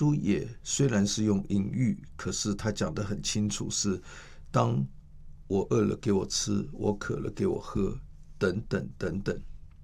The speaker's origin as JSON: {"language": "Chinese", "region": "Taipei", "country": "Taiwan", "tie": "born or raised there", "said": "我是一个台北出生台北长大的小孩"}